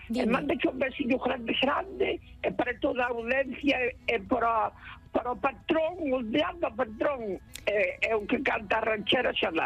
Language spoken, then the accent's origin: Galician; Suevos, Galicia, Spain; Sí, sí, eu son de Suevos, pertenzón de Mendo de Arteixa.